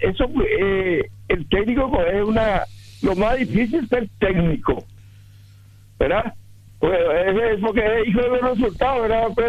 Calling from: Alberti, Buenos Aires Province, Argentina; Oyente de Alberti.

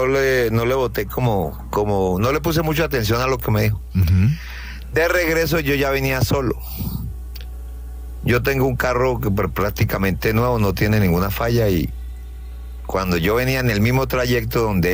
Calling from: Palmira, Valle del Cauca, Colombia; desde Palmira, Valle del Cauca.

